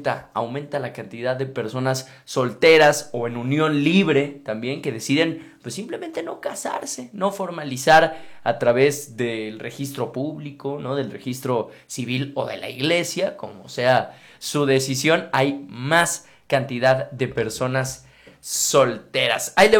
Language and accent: Spanish; San Luis Potosí, Mexico; now in Jalisco, Mexico; yo soy de San Luis, pero vivo aquí